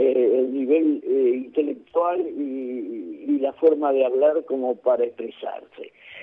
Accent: Rosario, Santa Fe, Argentina; born there; now in Florencio Varela, Argentina; y yo también nací en Rosario, en el mismo lugar donde nació él, un 24 de junio del 1944.

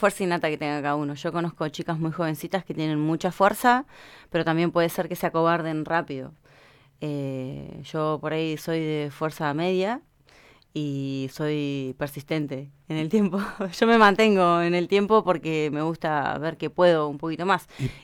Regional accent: General San Martín, La Pampa, Argentina; yo soy oriunda de General San Martín La Pampa. Allá los pampeanos somos fuertes.

